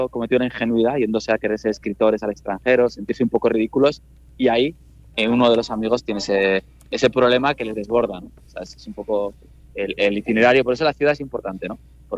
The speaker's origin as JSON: {"language": "Spanish", "town": "Pamplona", "region": "Navarre", "country": "Spain", "said": "Yo soy de Pamplona, que es una ciudad medio vasco parlante, y no hablo la lengua"}